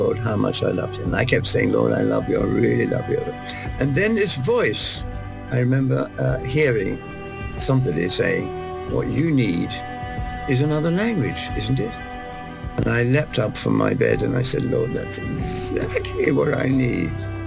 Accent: Scotland, United Kingdom; also born or lived in London; I was born in London, but my family lived in the northeast of Scotland.

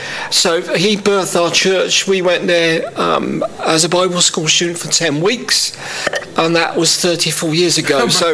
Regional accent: South East England, United Kingdom; Yeah, well, I'm actually from the South Coast, so I come from Kingdom Faith Church, which is based in Horsham.

